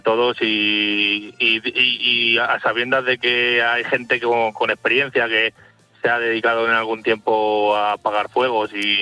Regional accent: Mijares, Castile and León, Spain; yo soy natural de Mijares y conozco muy bien la zona.

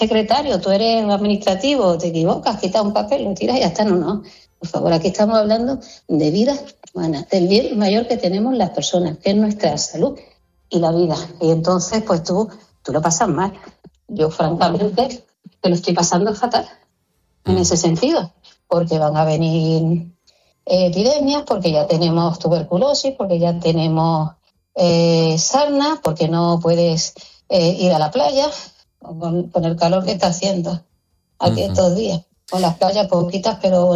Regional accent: Ceuta, Spain; nosotros somos españoles. tanto Ceuta como Melilla, y independientemente de las creencias religiosas, nuestro vecino, ¿no? Que digo yo, nuestra población caballa, mayoritariamente es musulmana y cristiana

